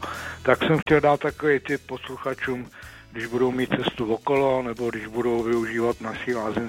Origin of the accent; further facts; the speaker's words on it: Teplice, Ústí nad Labem Region, Czechia; U nás v Teplicích probíhá už druhý nebo třetí rok takový multižánrový festiválek nazvaný Malá Paříž.